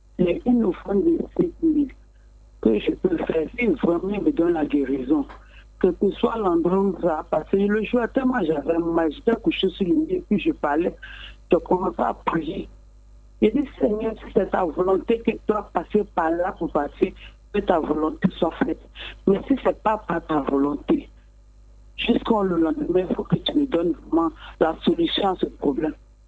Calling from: Bingerville, Abidjan, Côte d’Ivoire; J'appelle de Benjerville

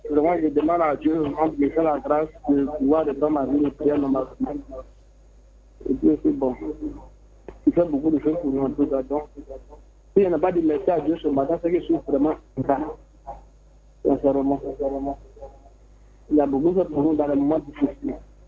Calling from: Côte d’Ivoire; J'appelle de la maison d'Arlété, précisément Awe.

